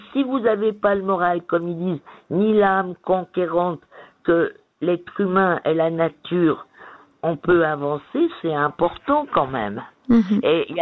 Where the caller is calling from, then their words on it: Vaud, Switzerland; Je suis une vraie vaudoise.